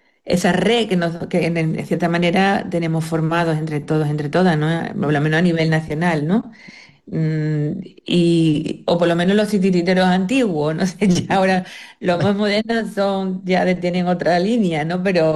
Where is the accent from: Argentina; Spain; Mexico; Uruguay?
Spain; Jerez de la Frontera, Andalusia; cada vez que voy fuera y decimos que somos de Jerez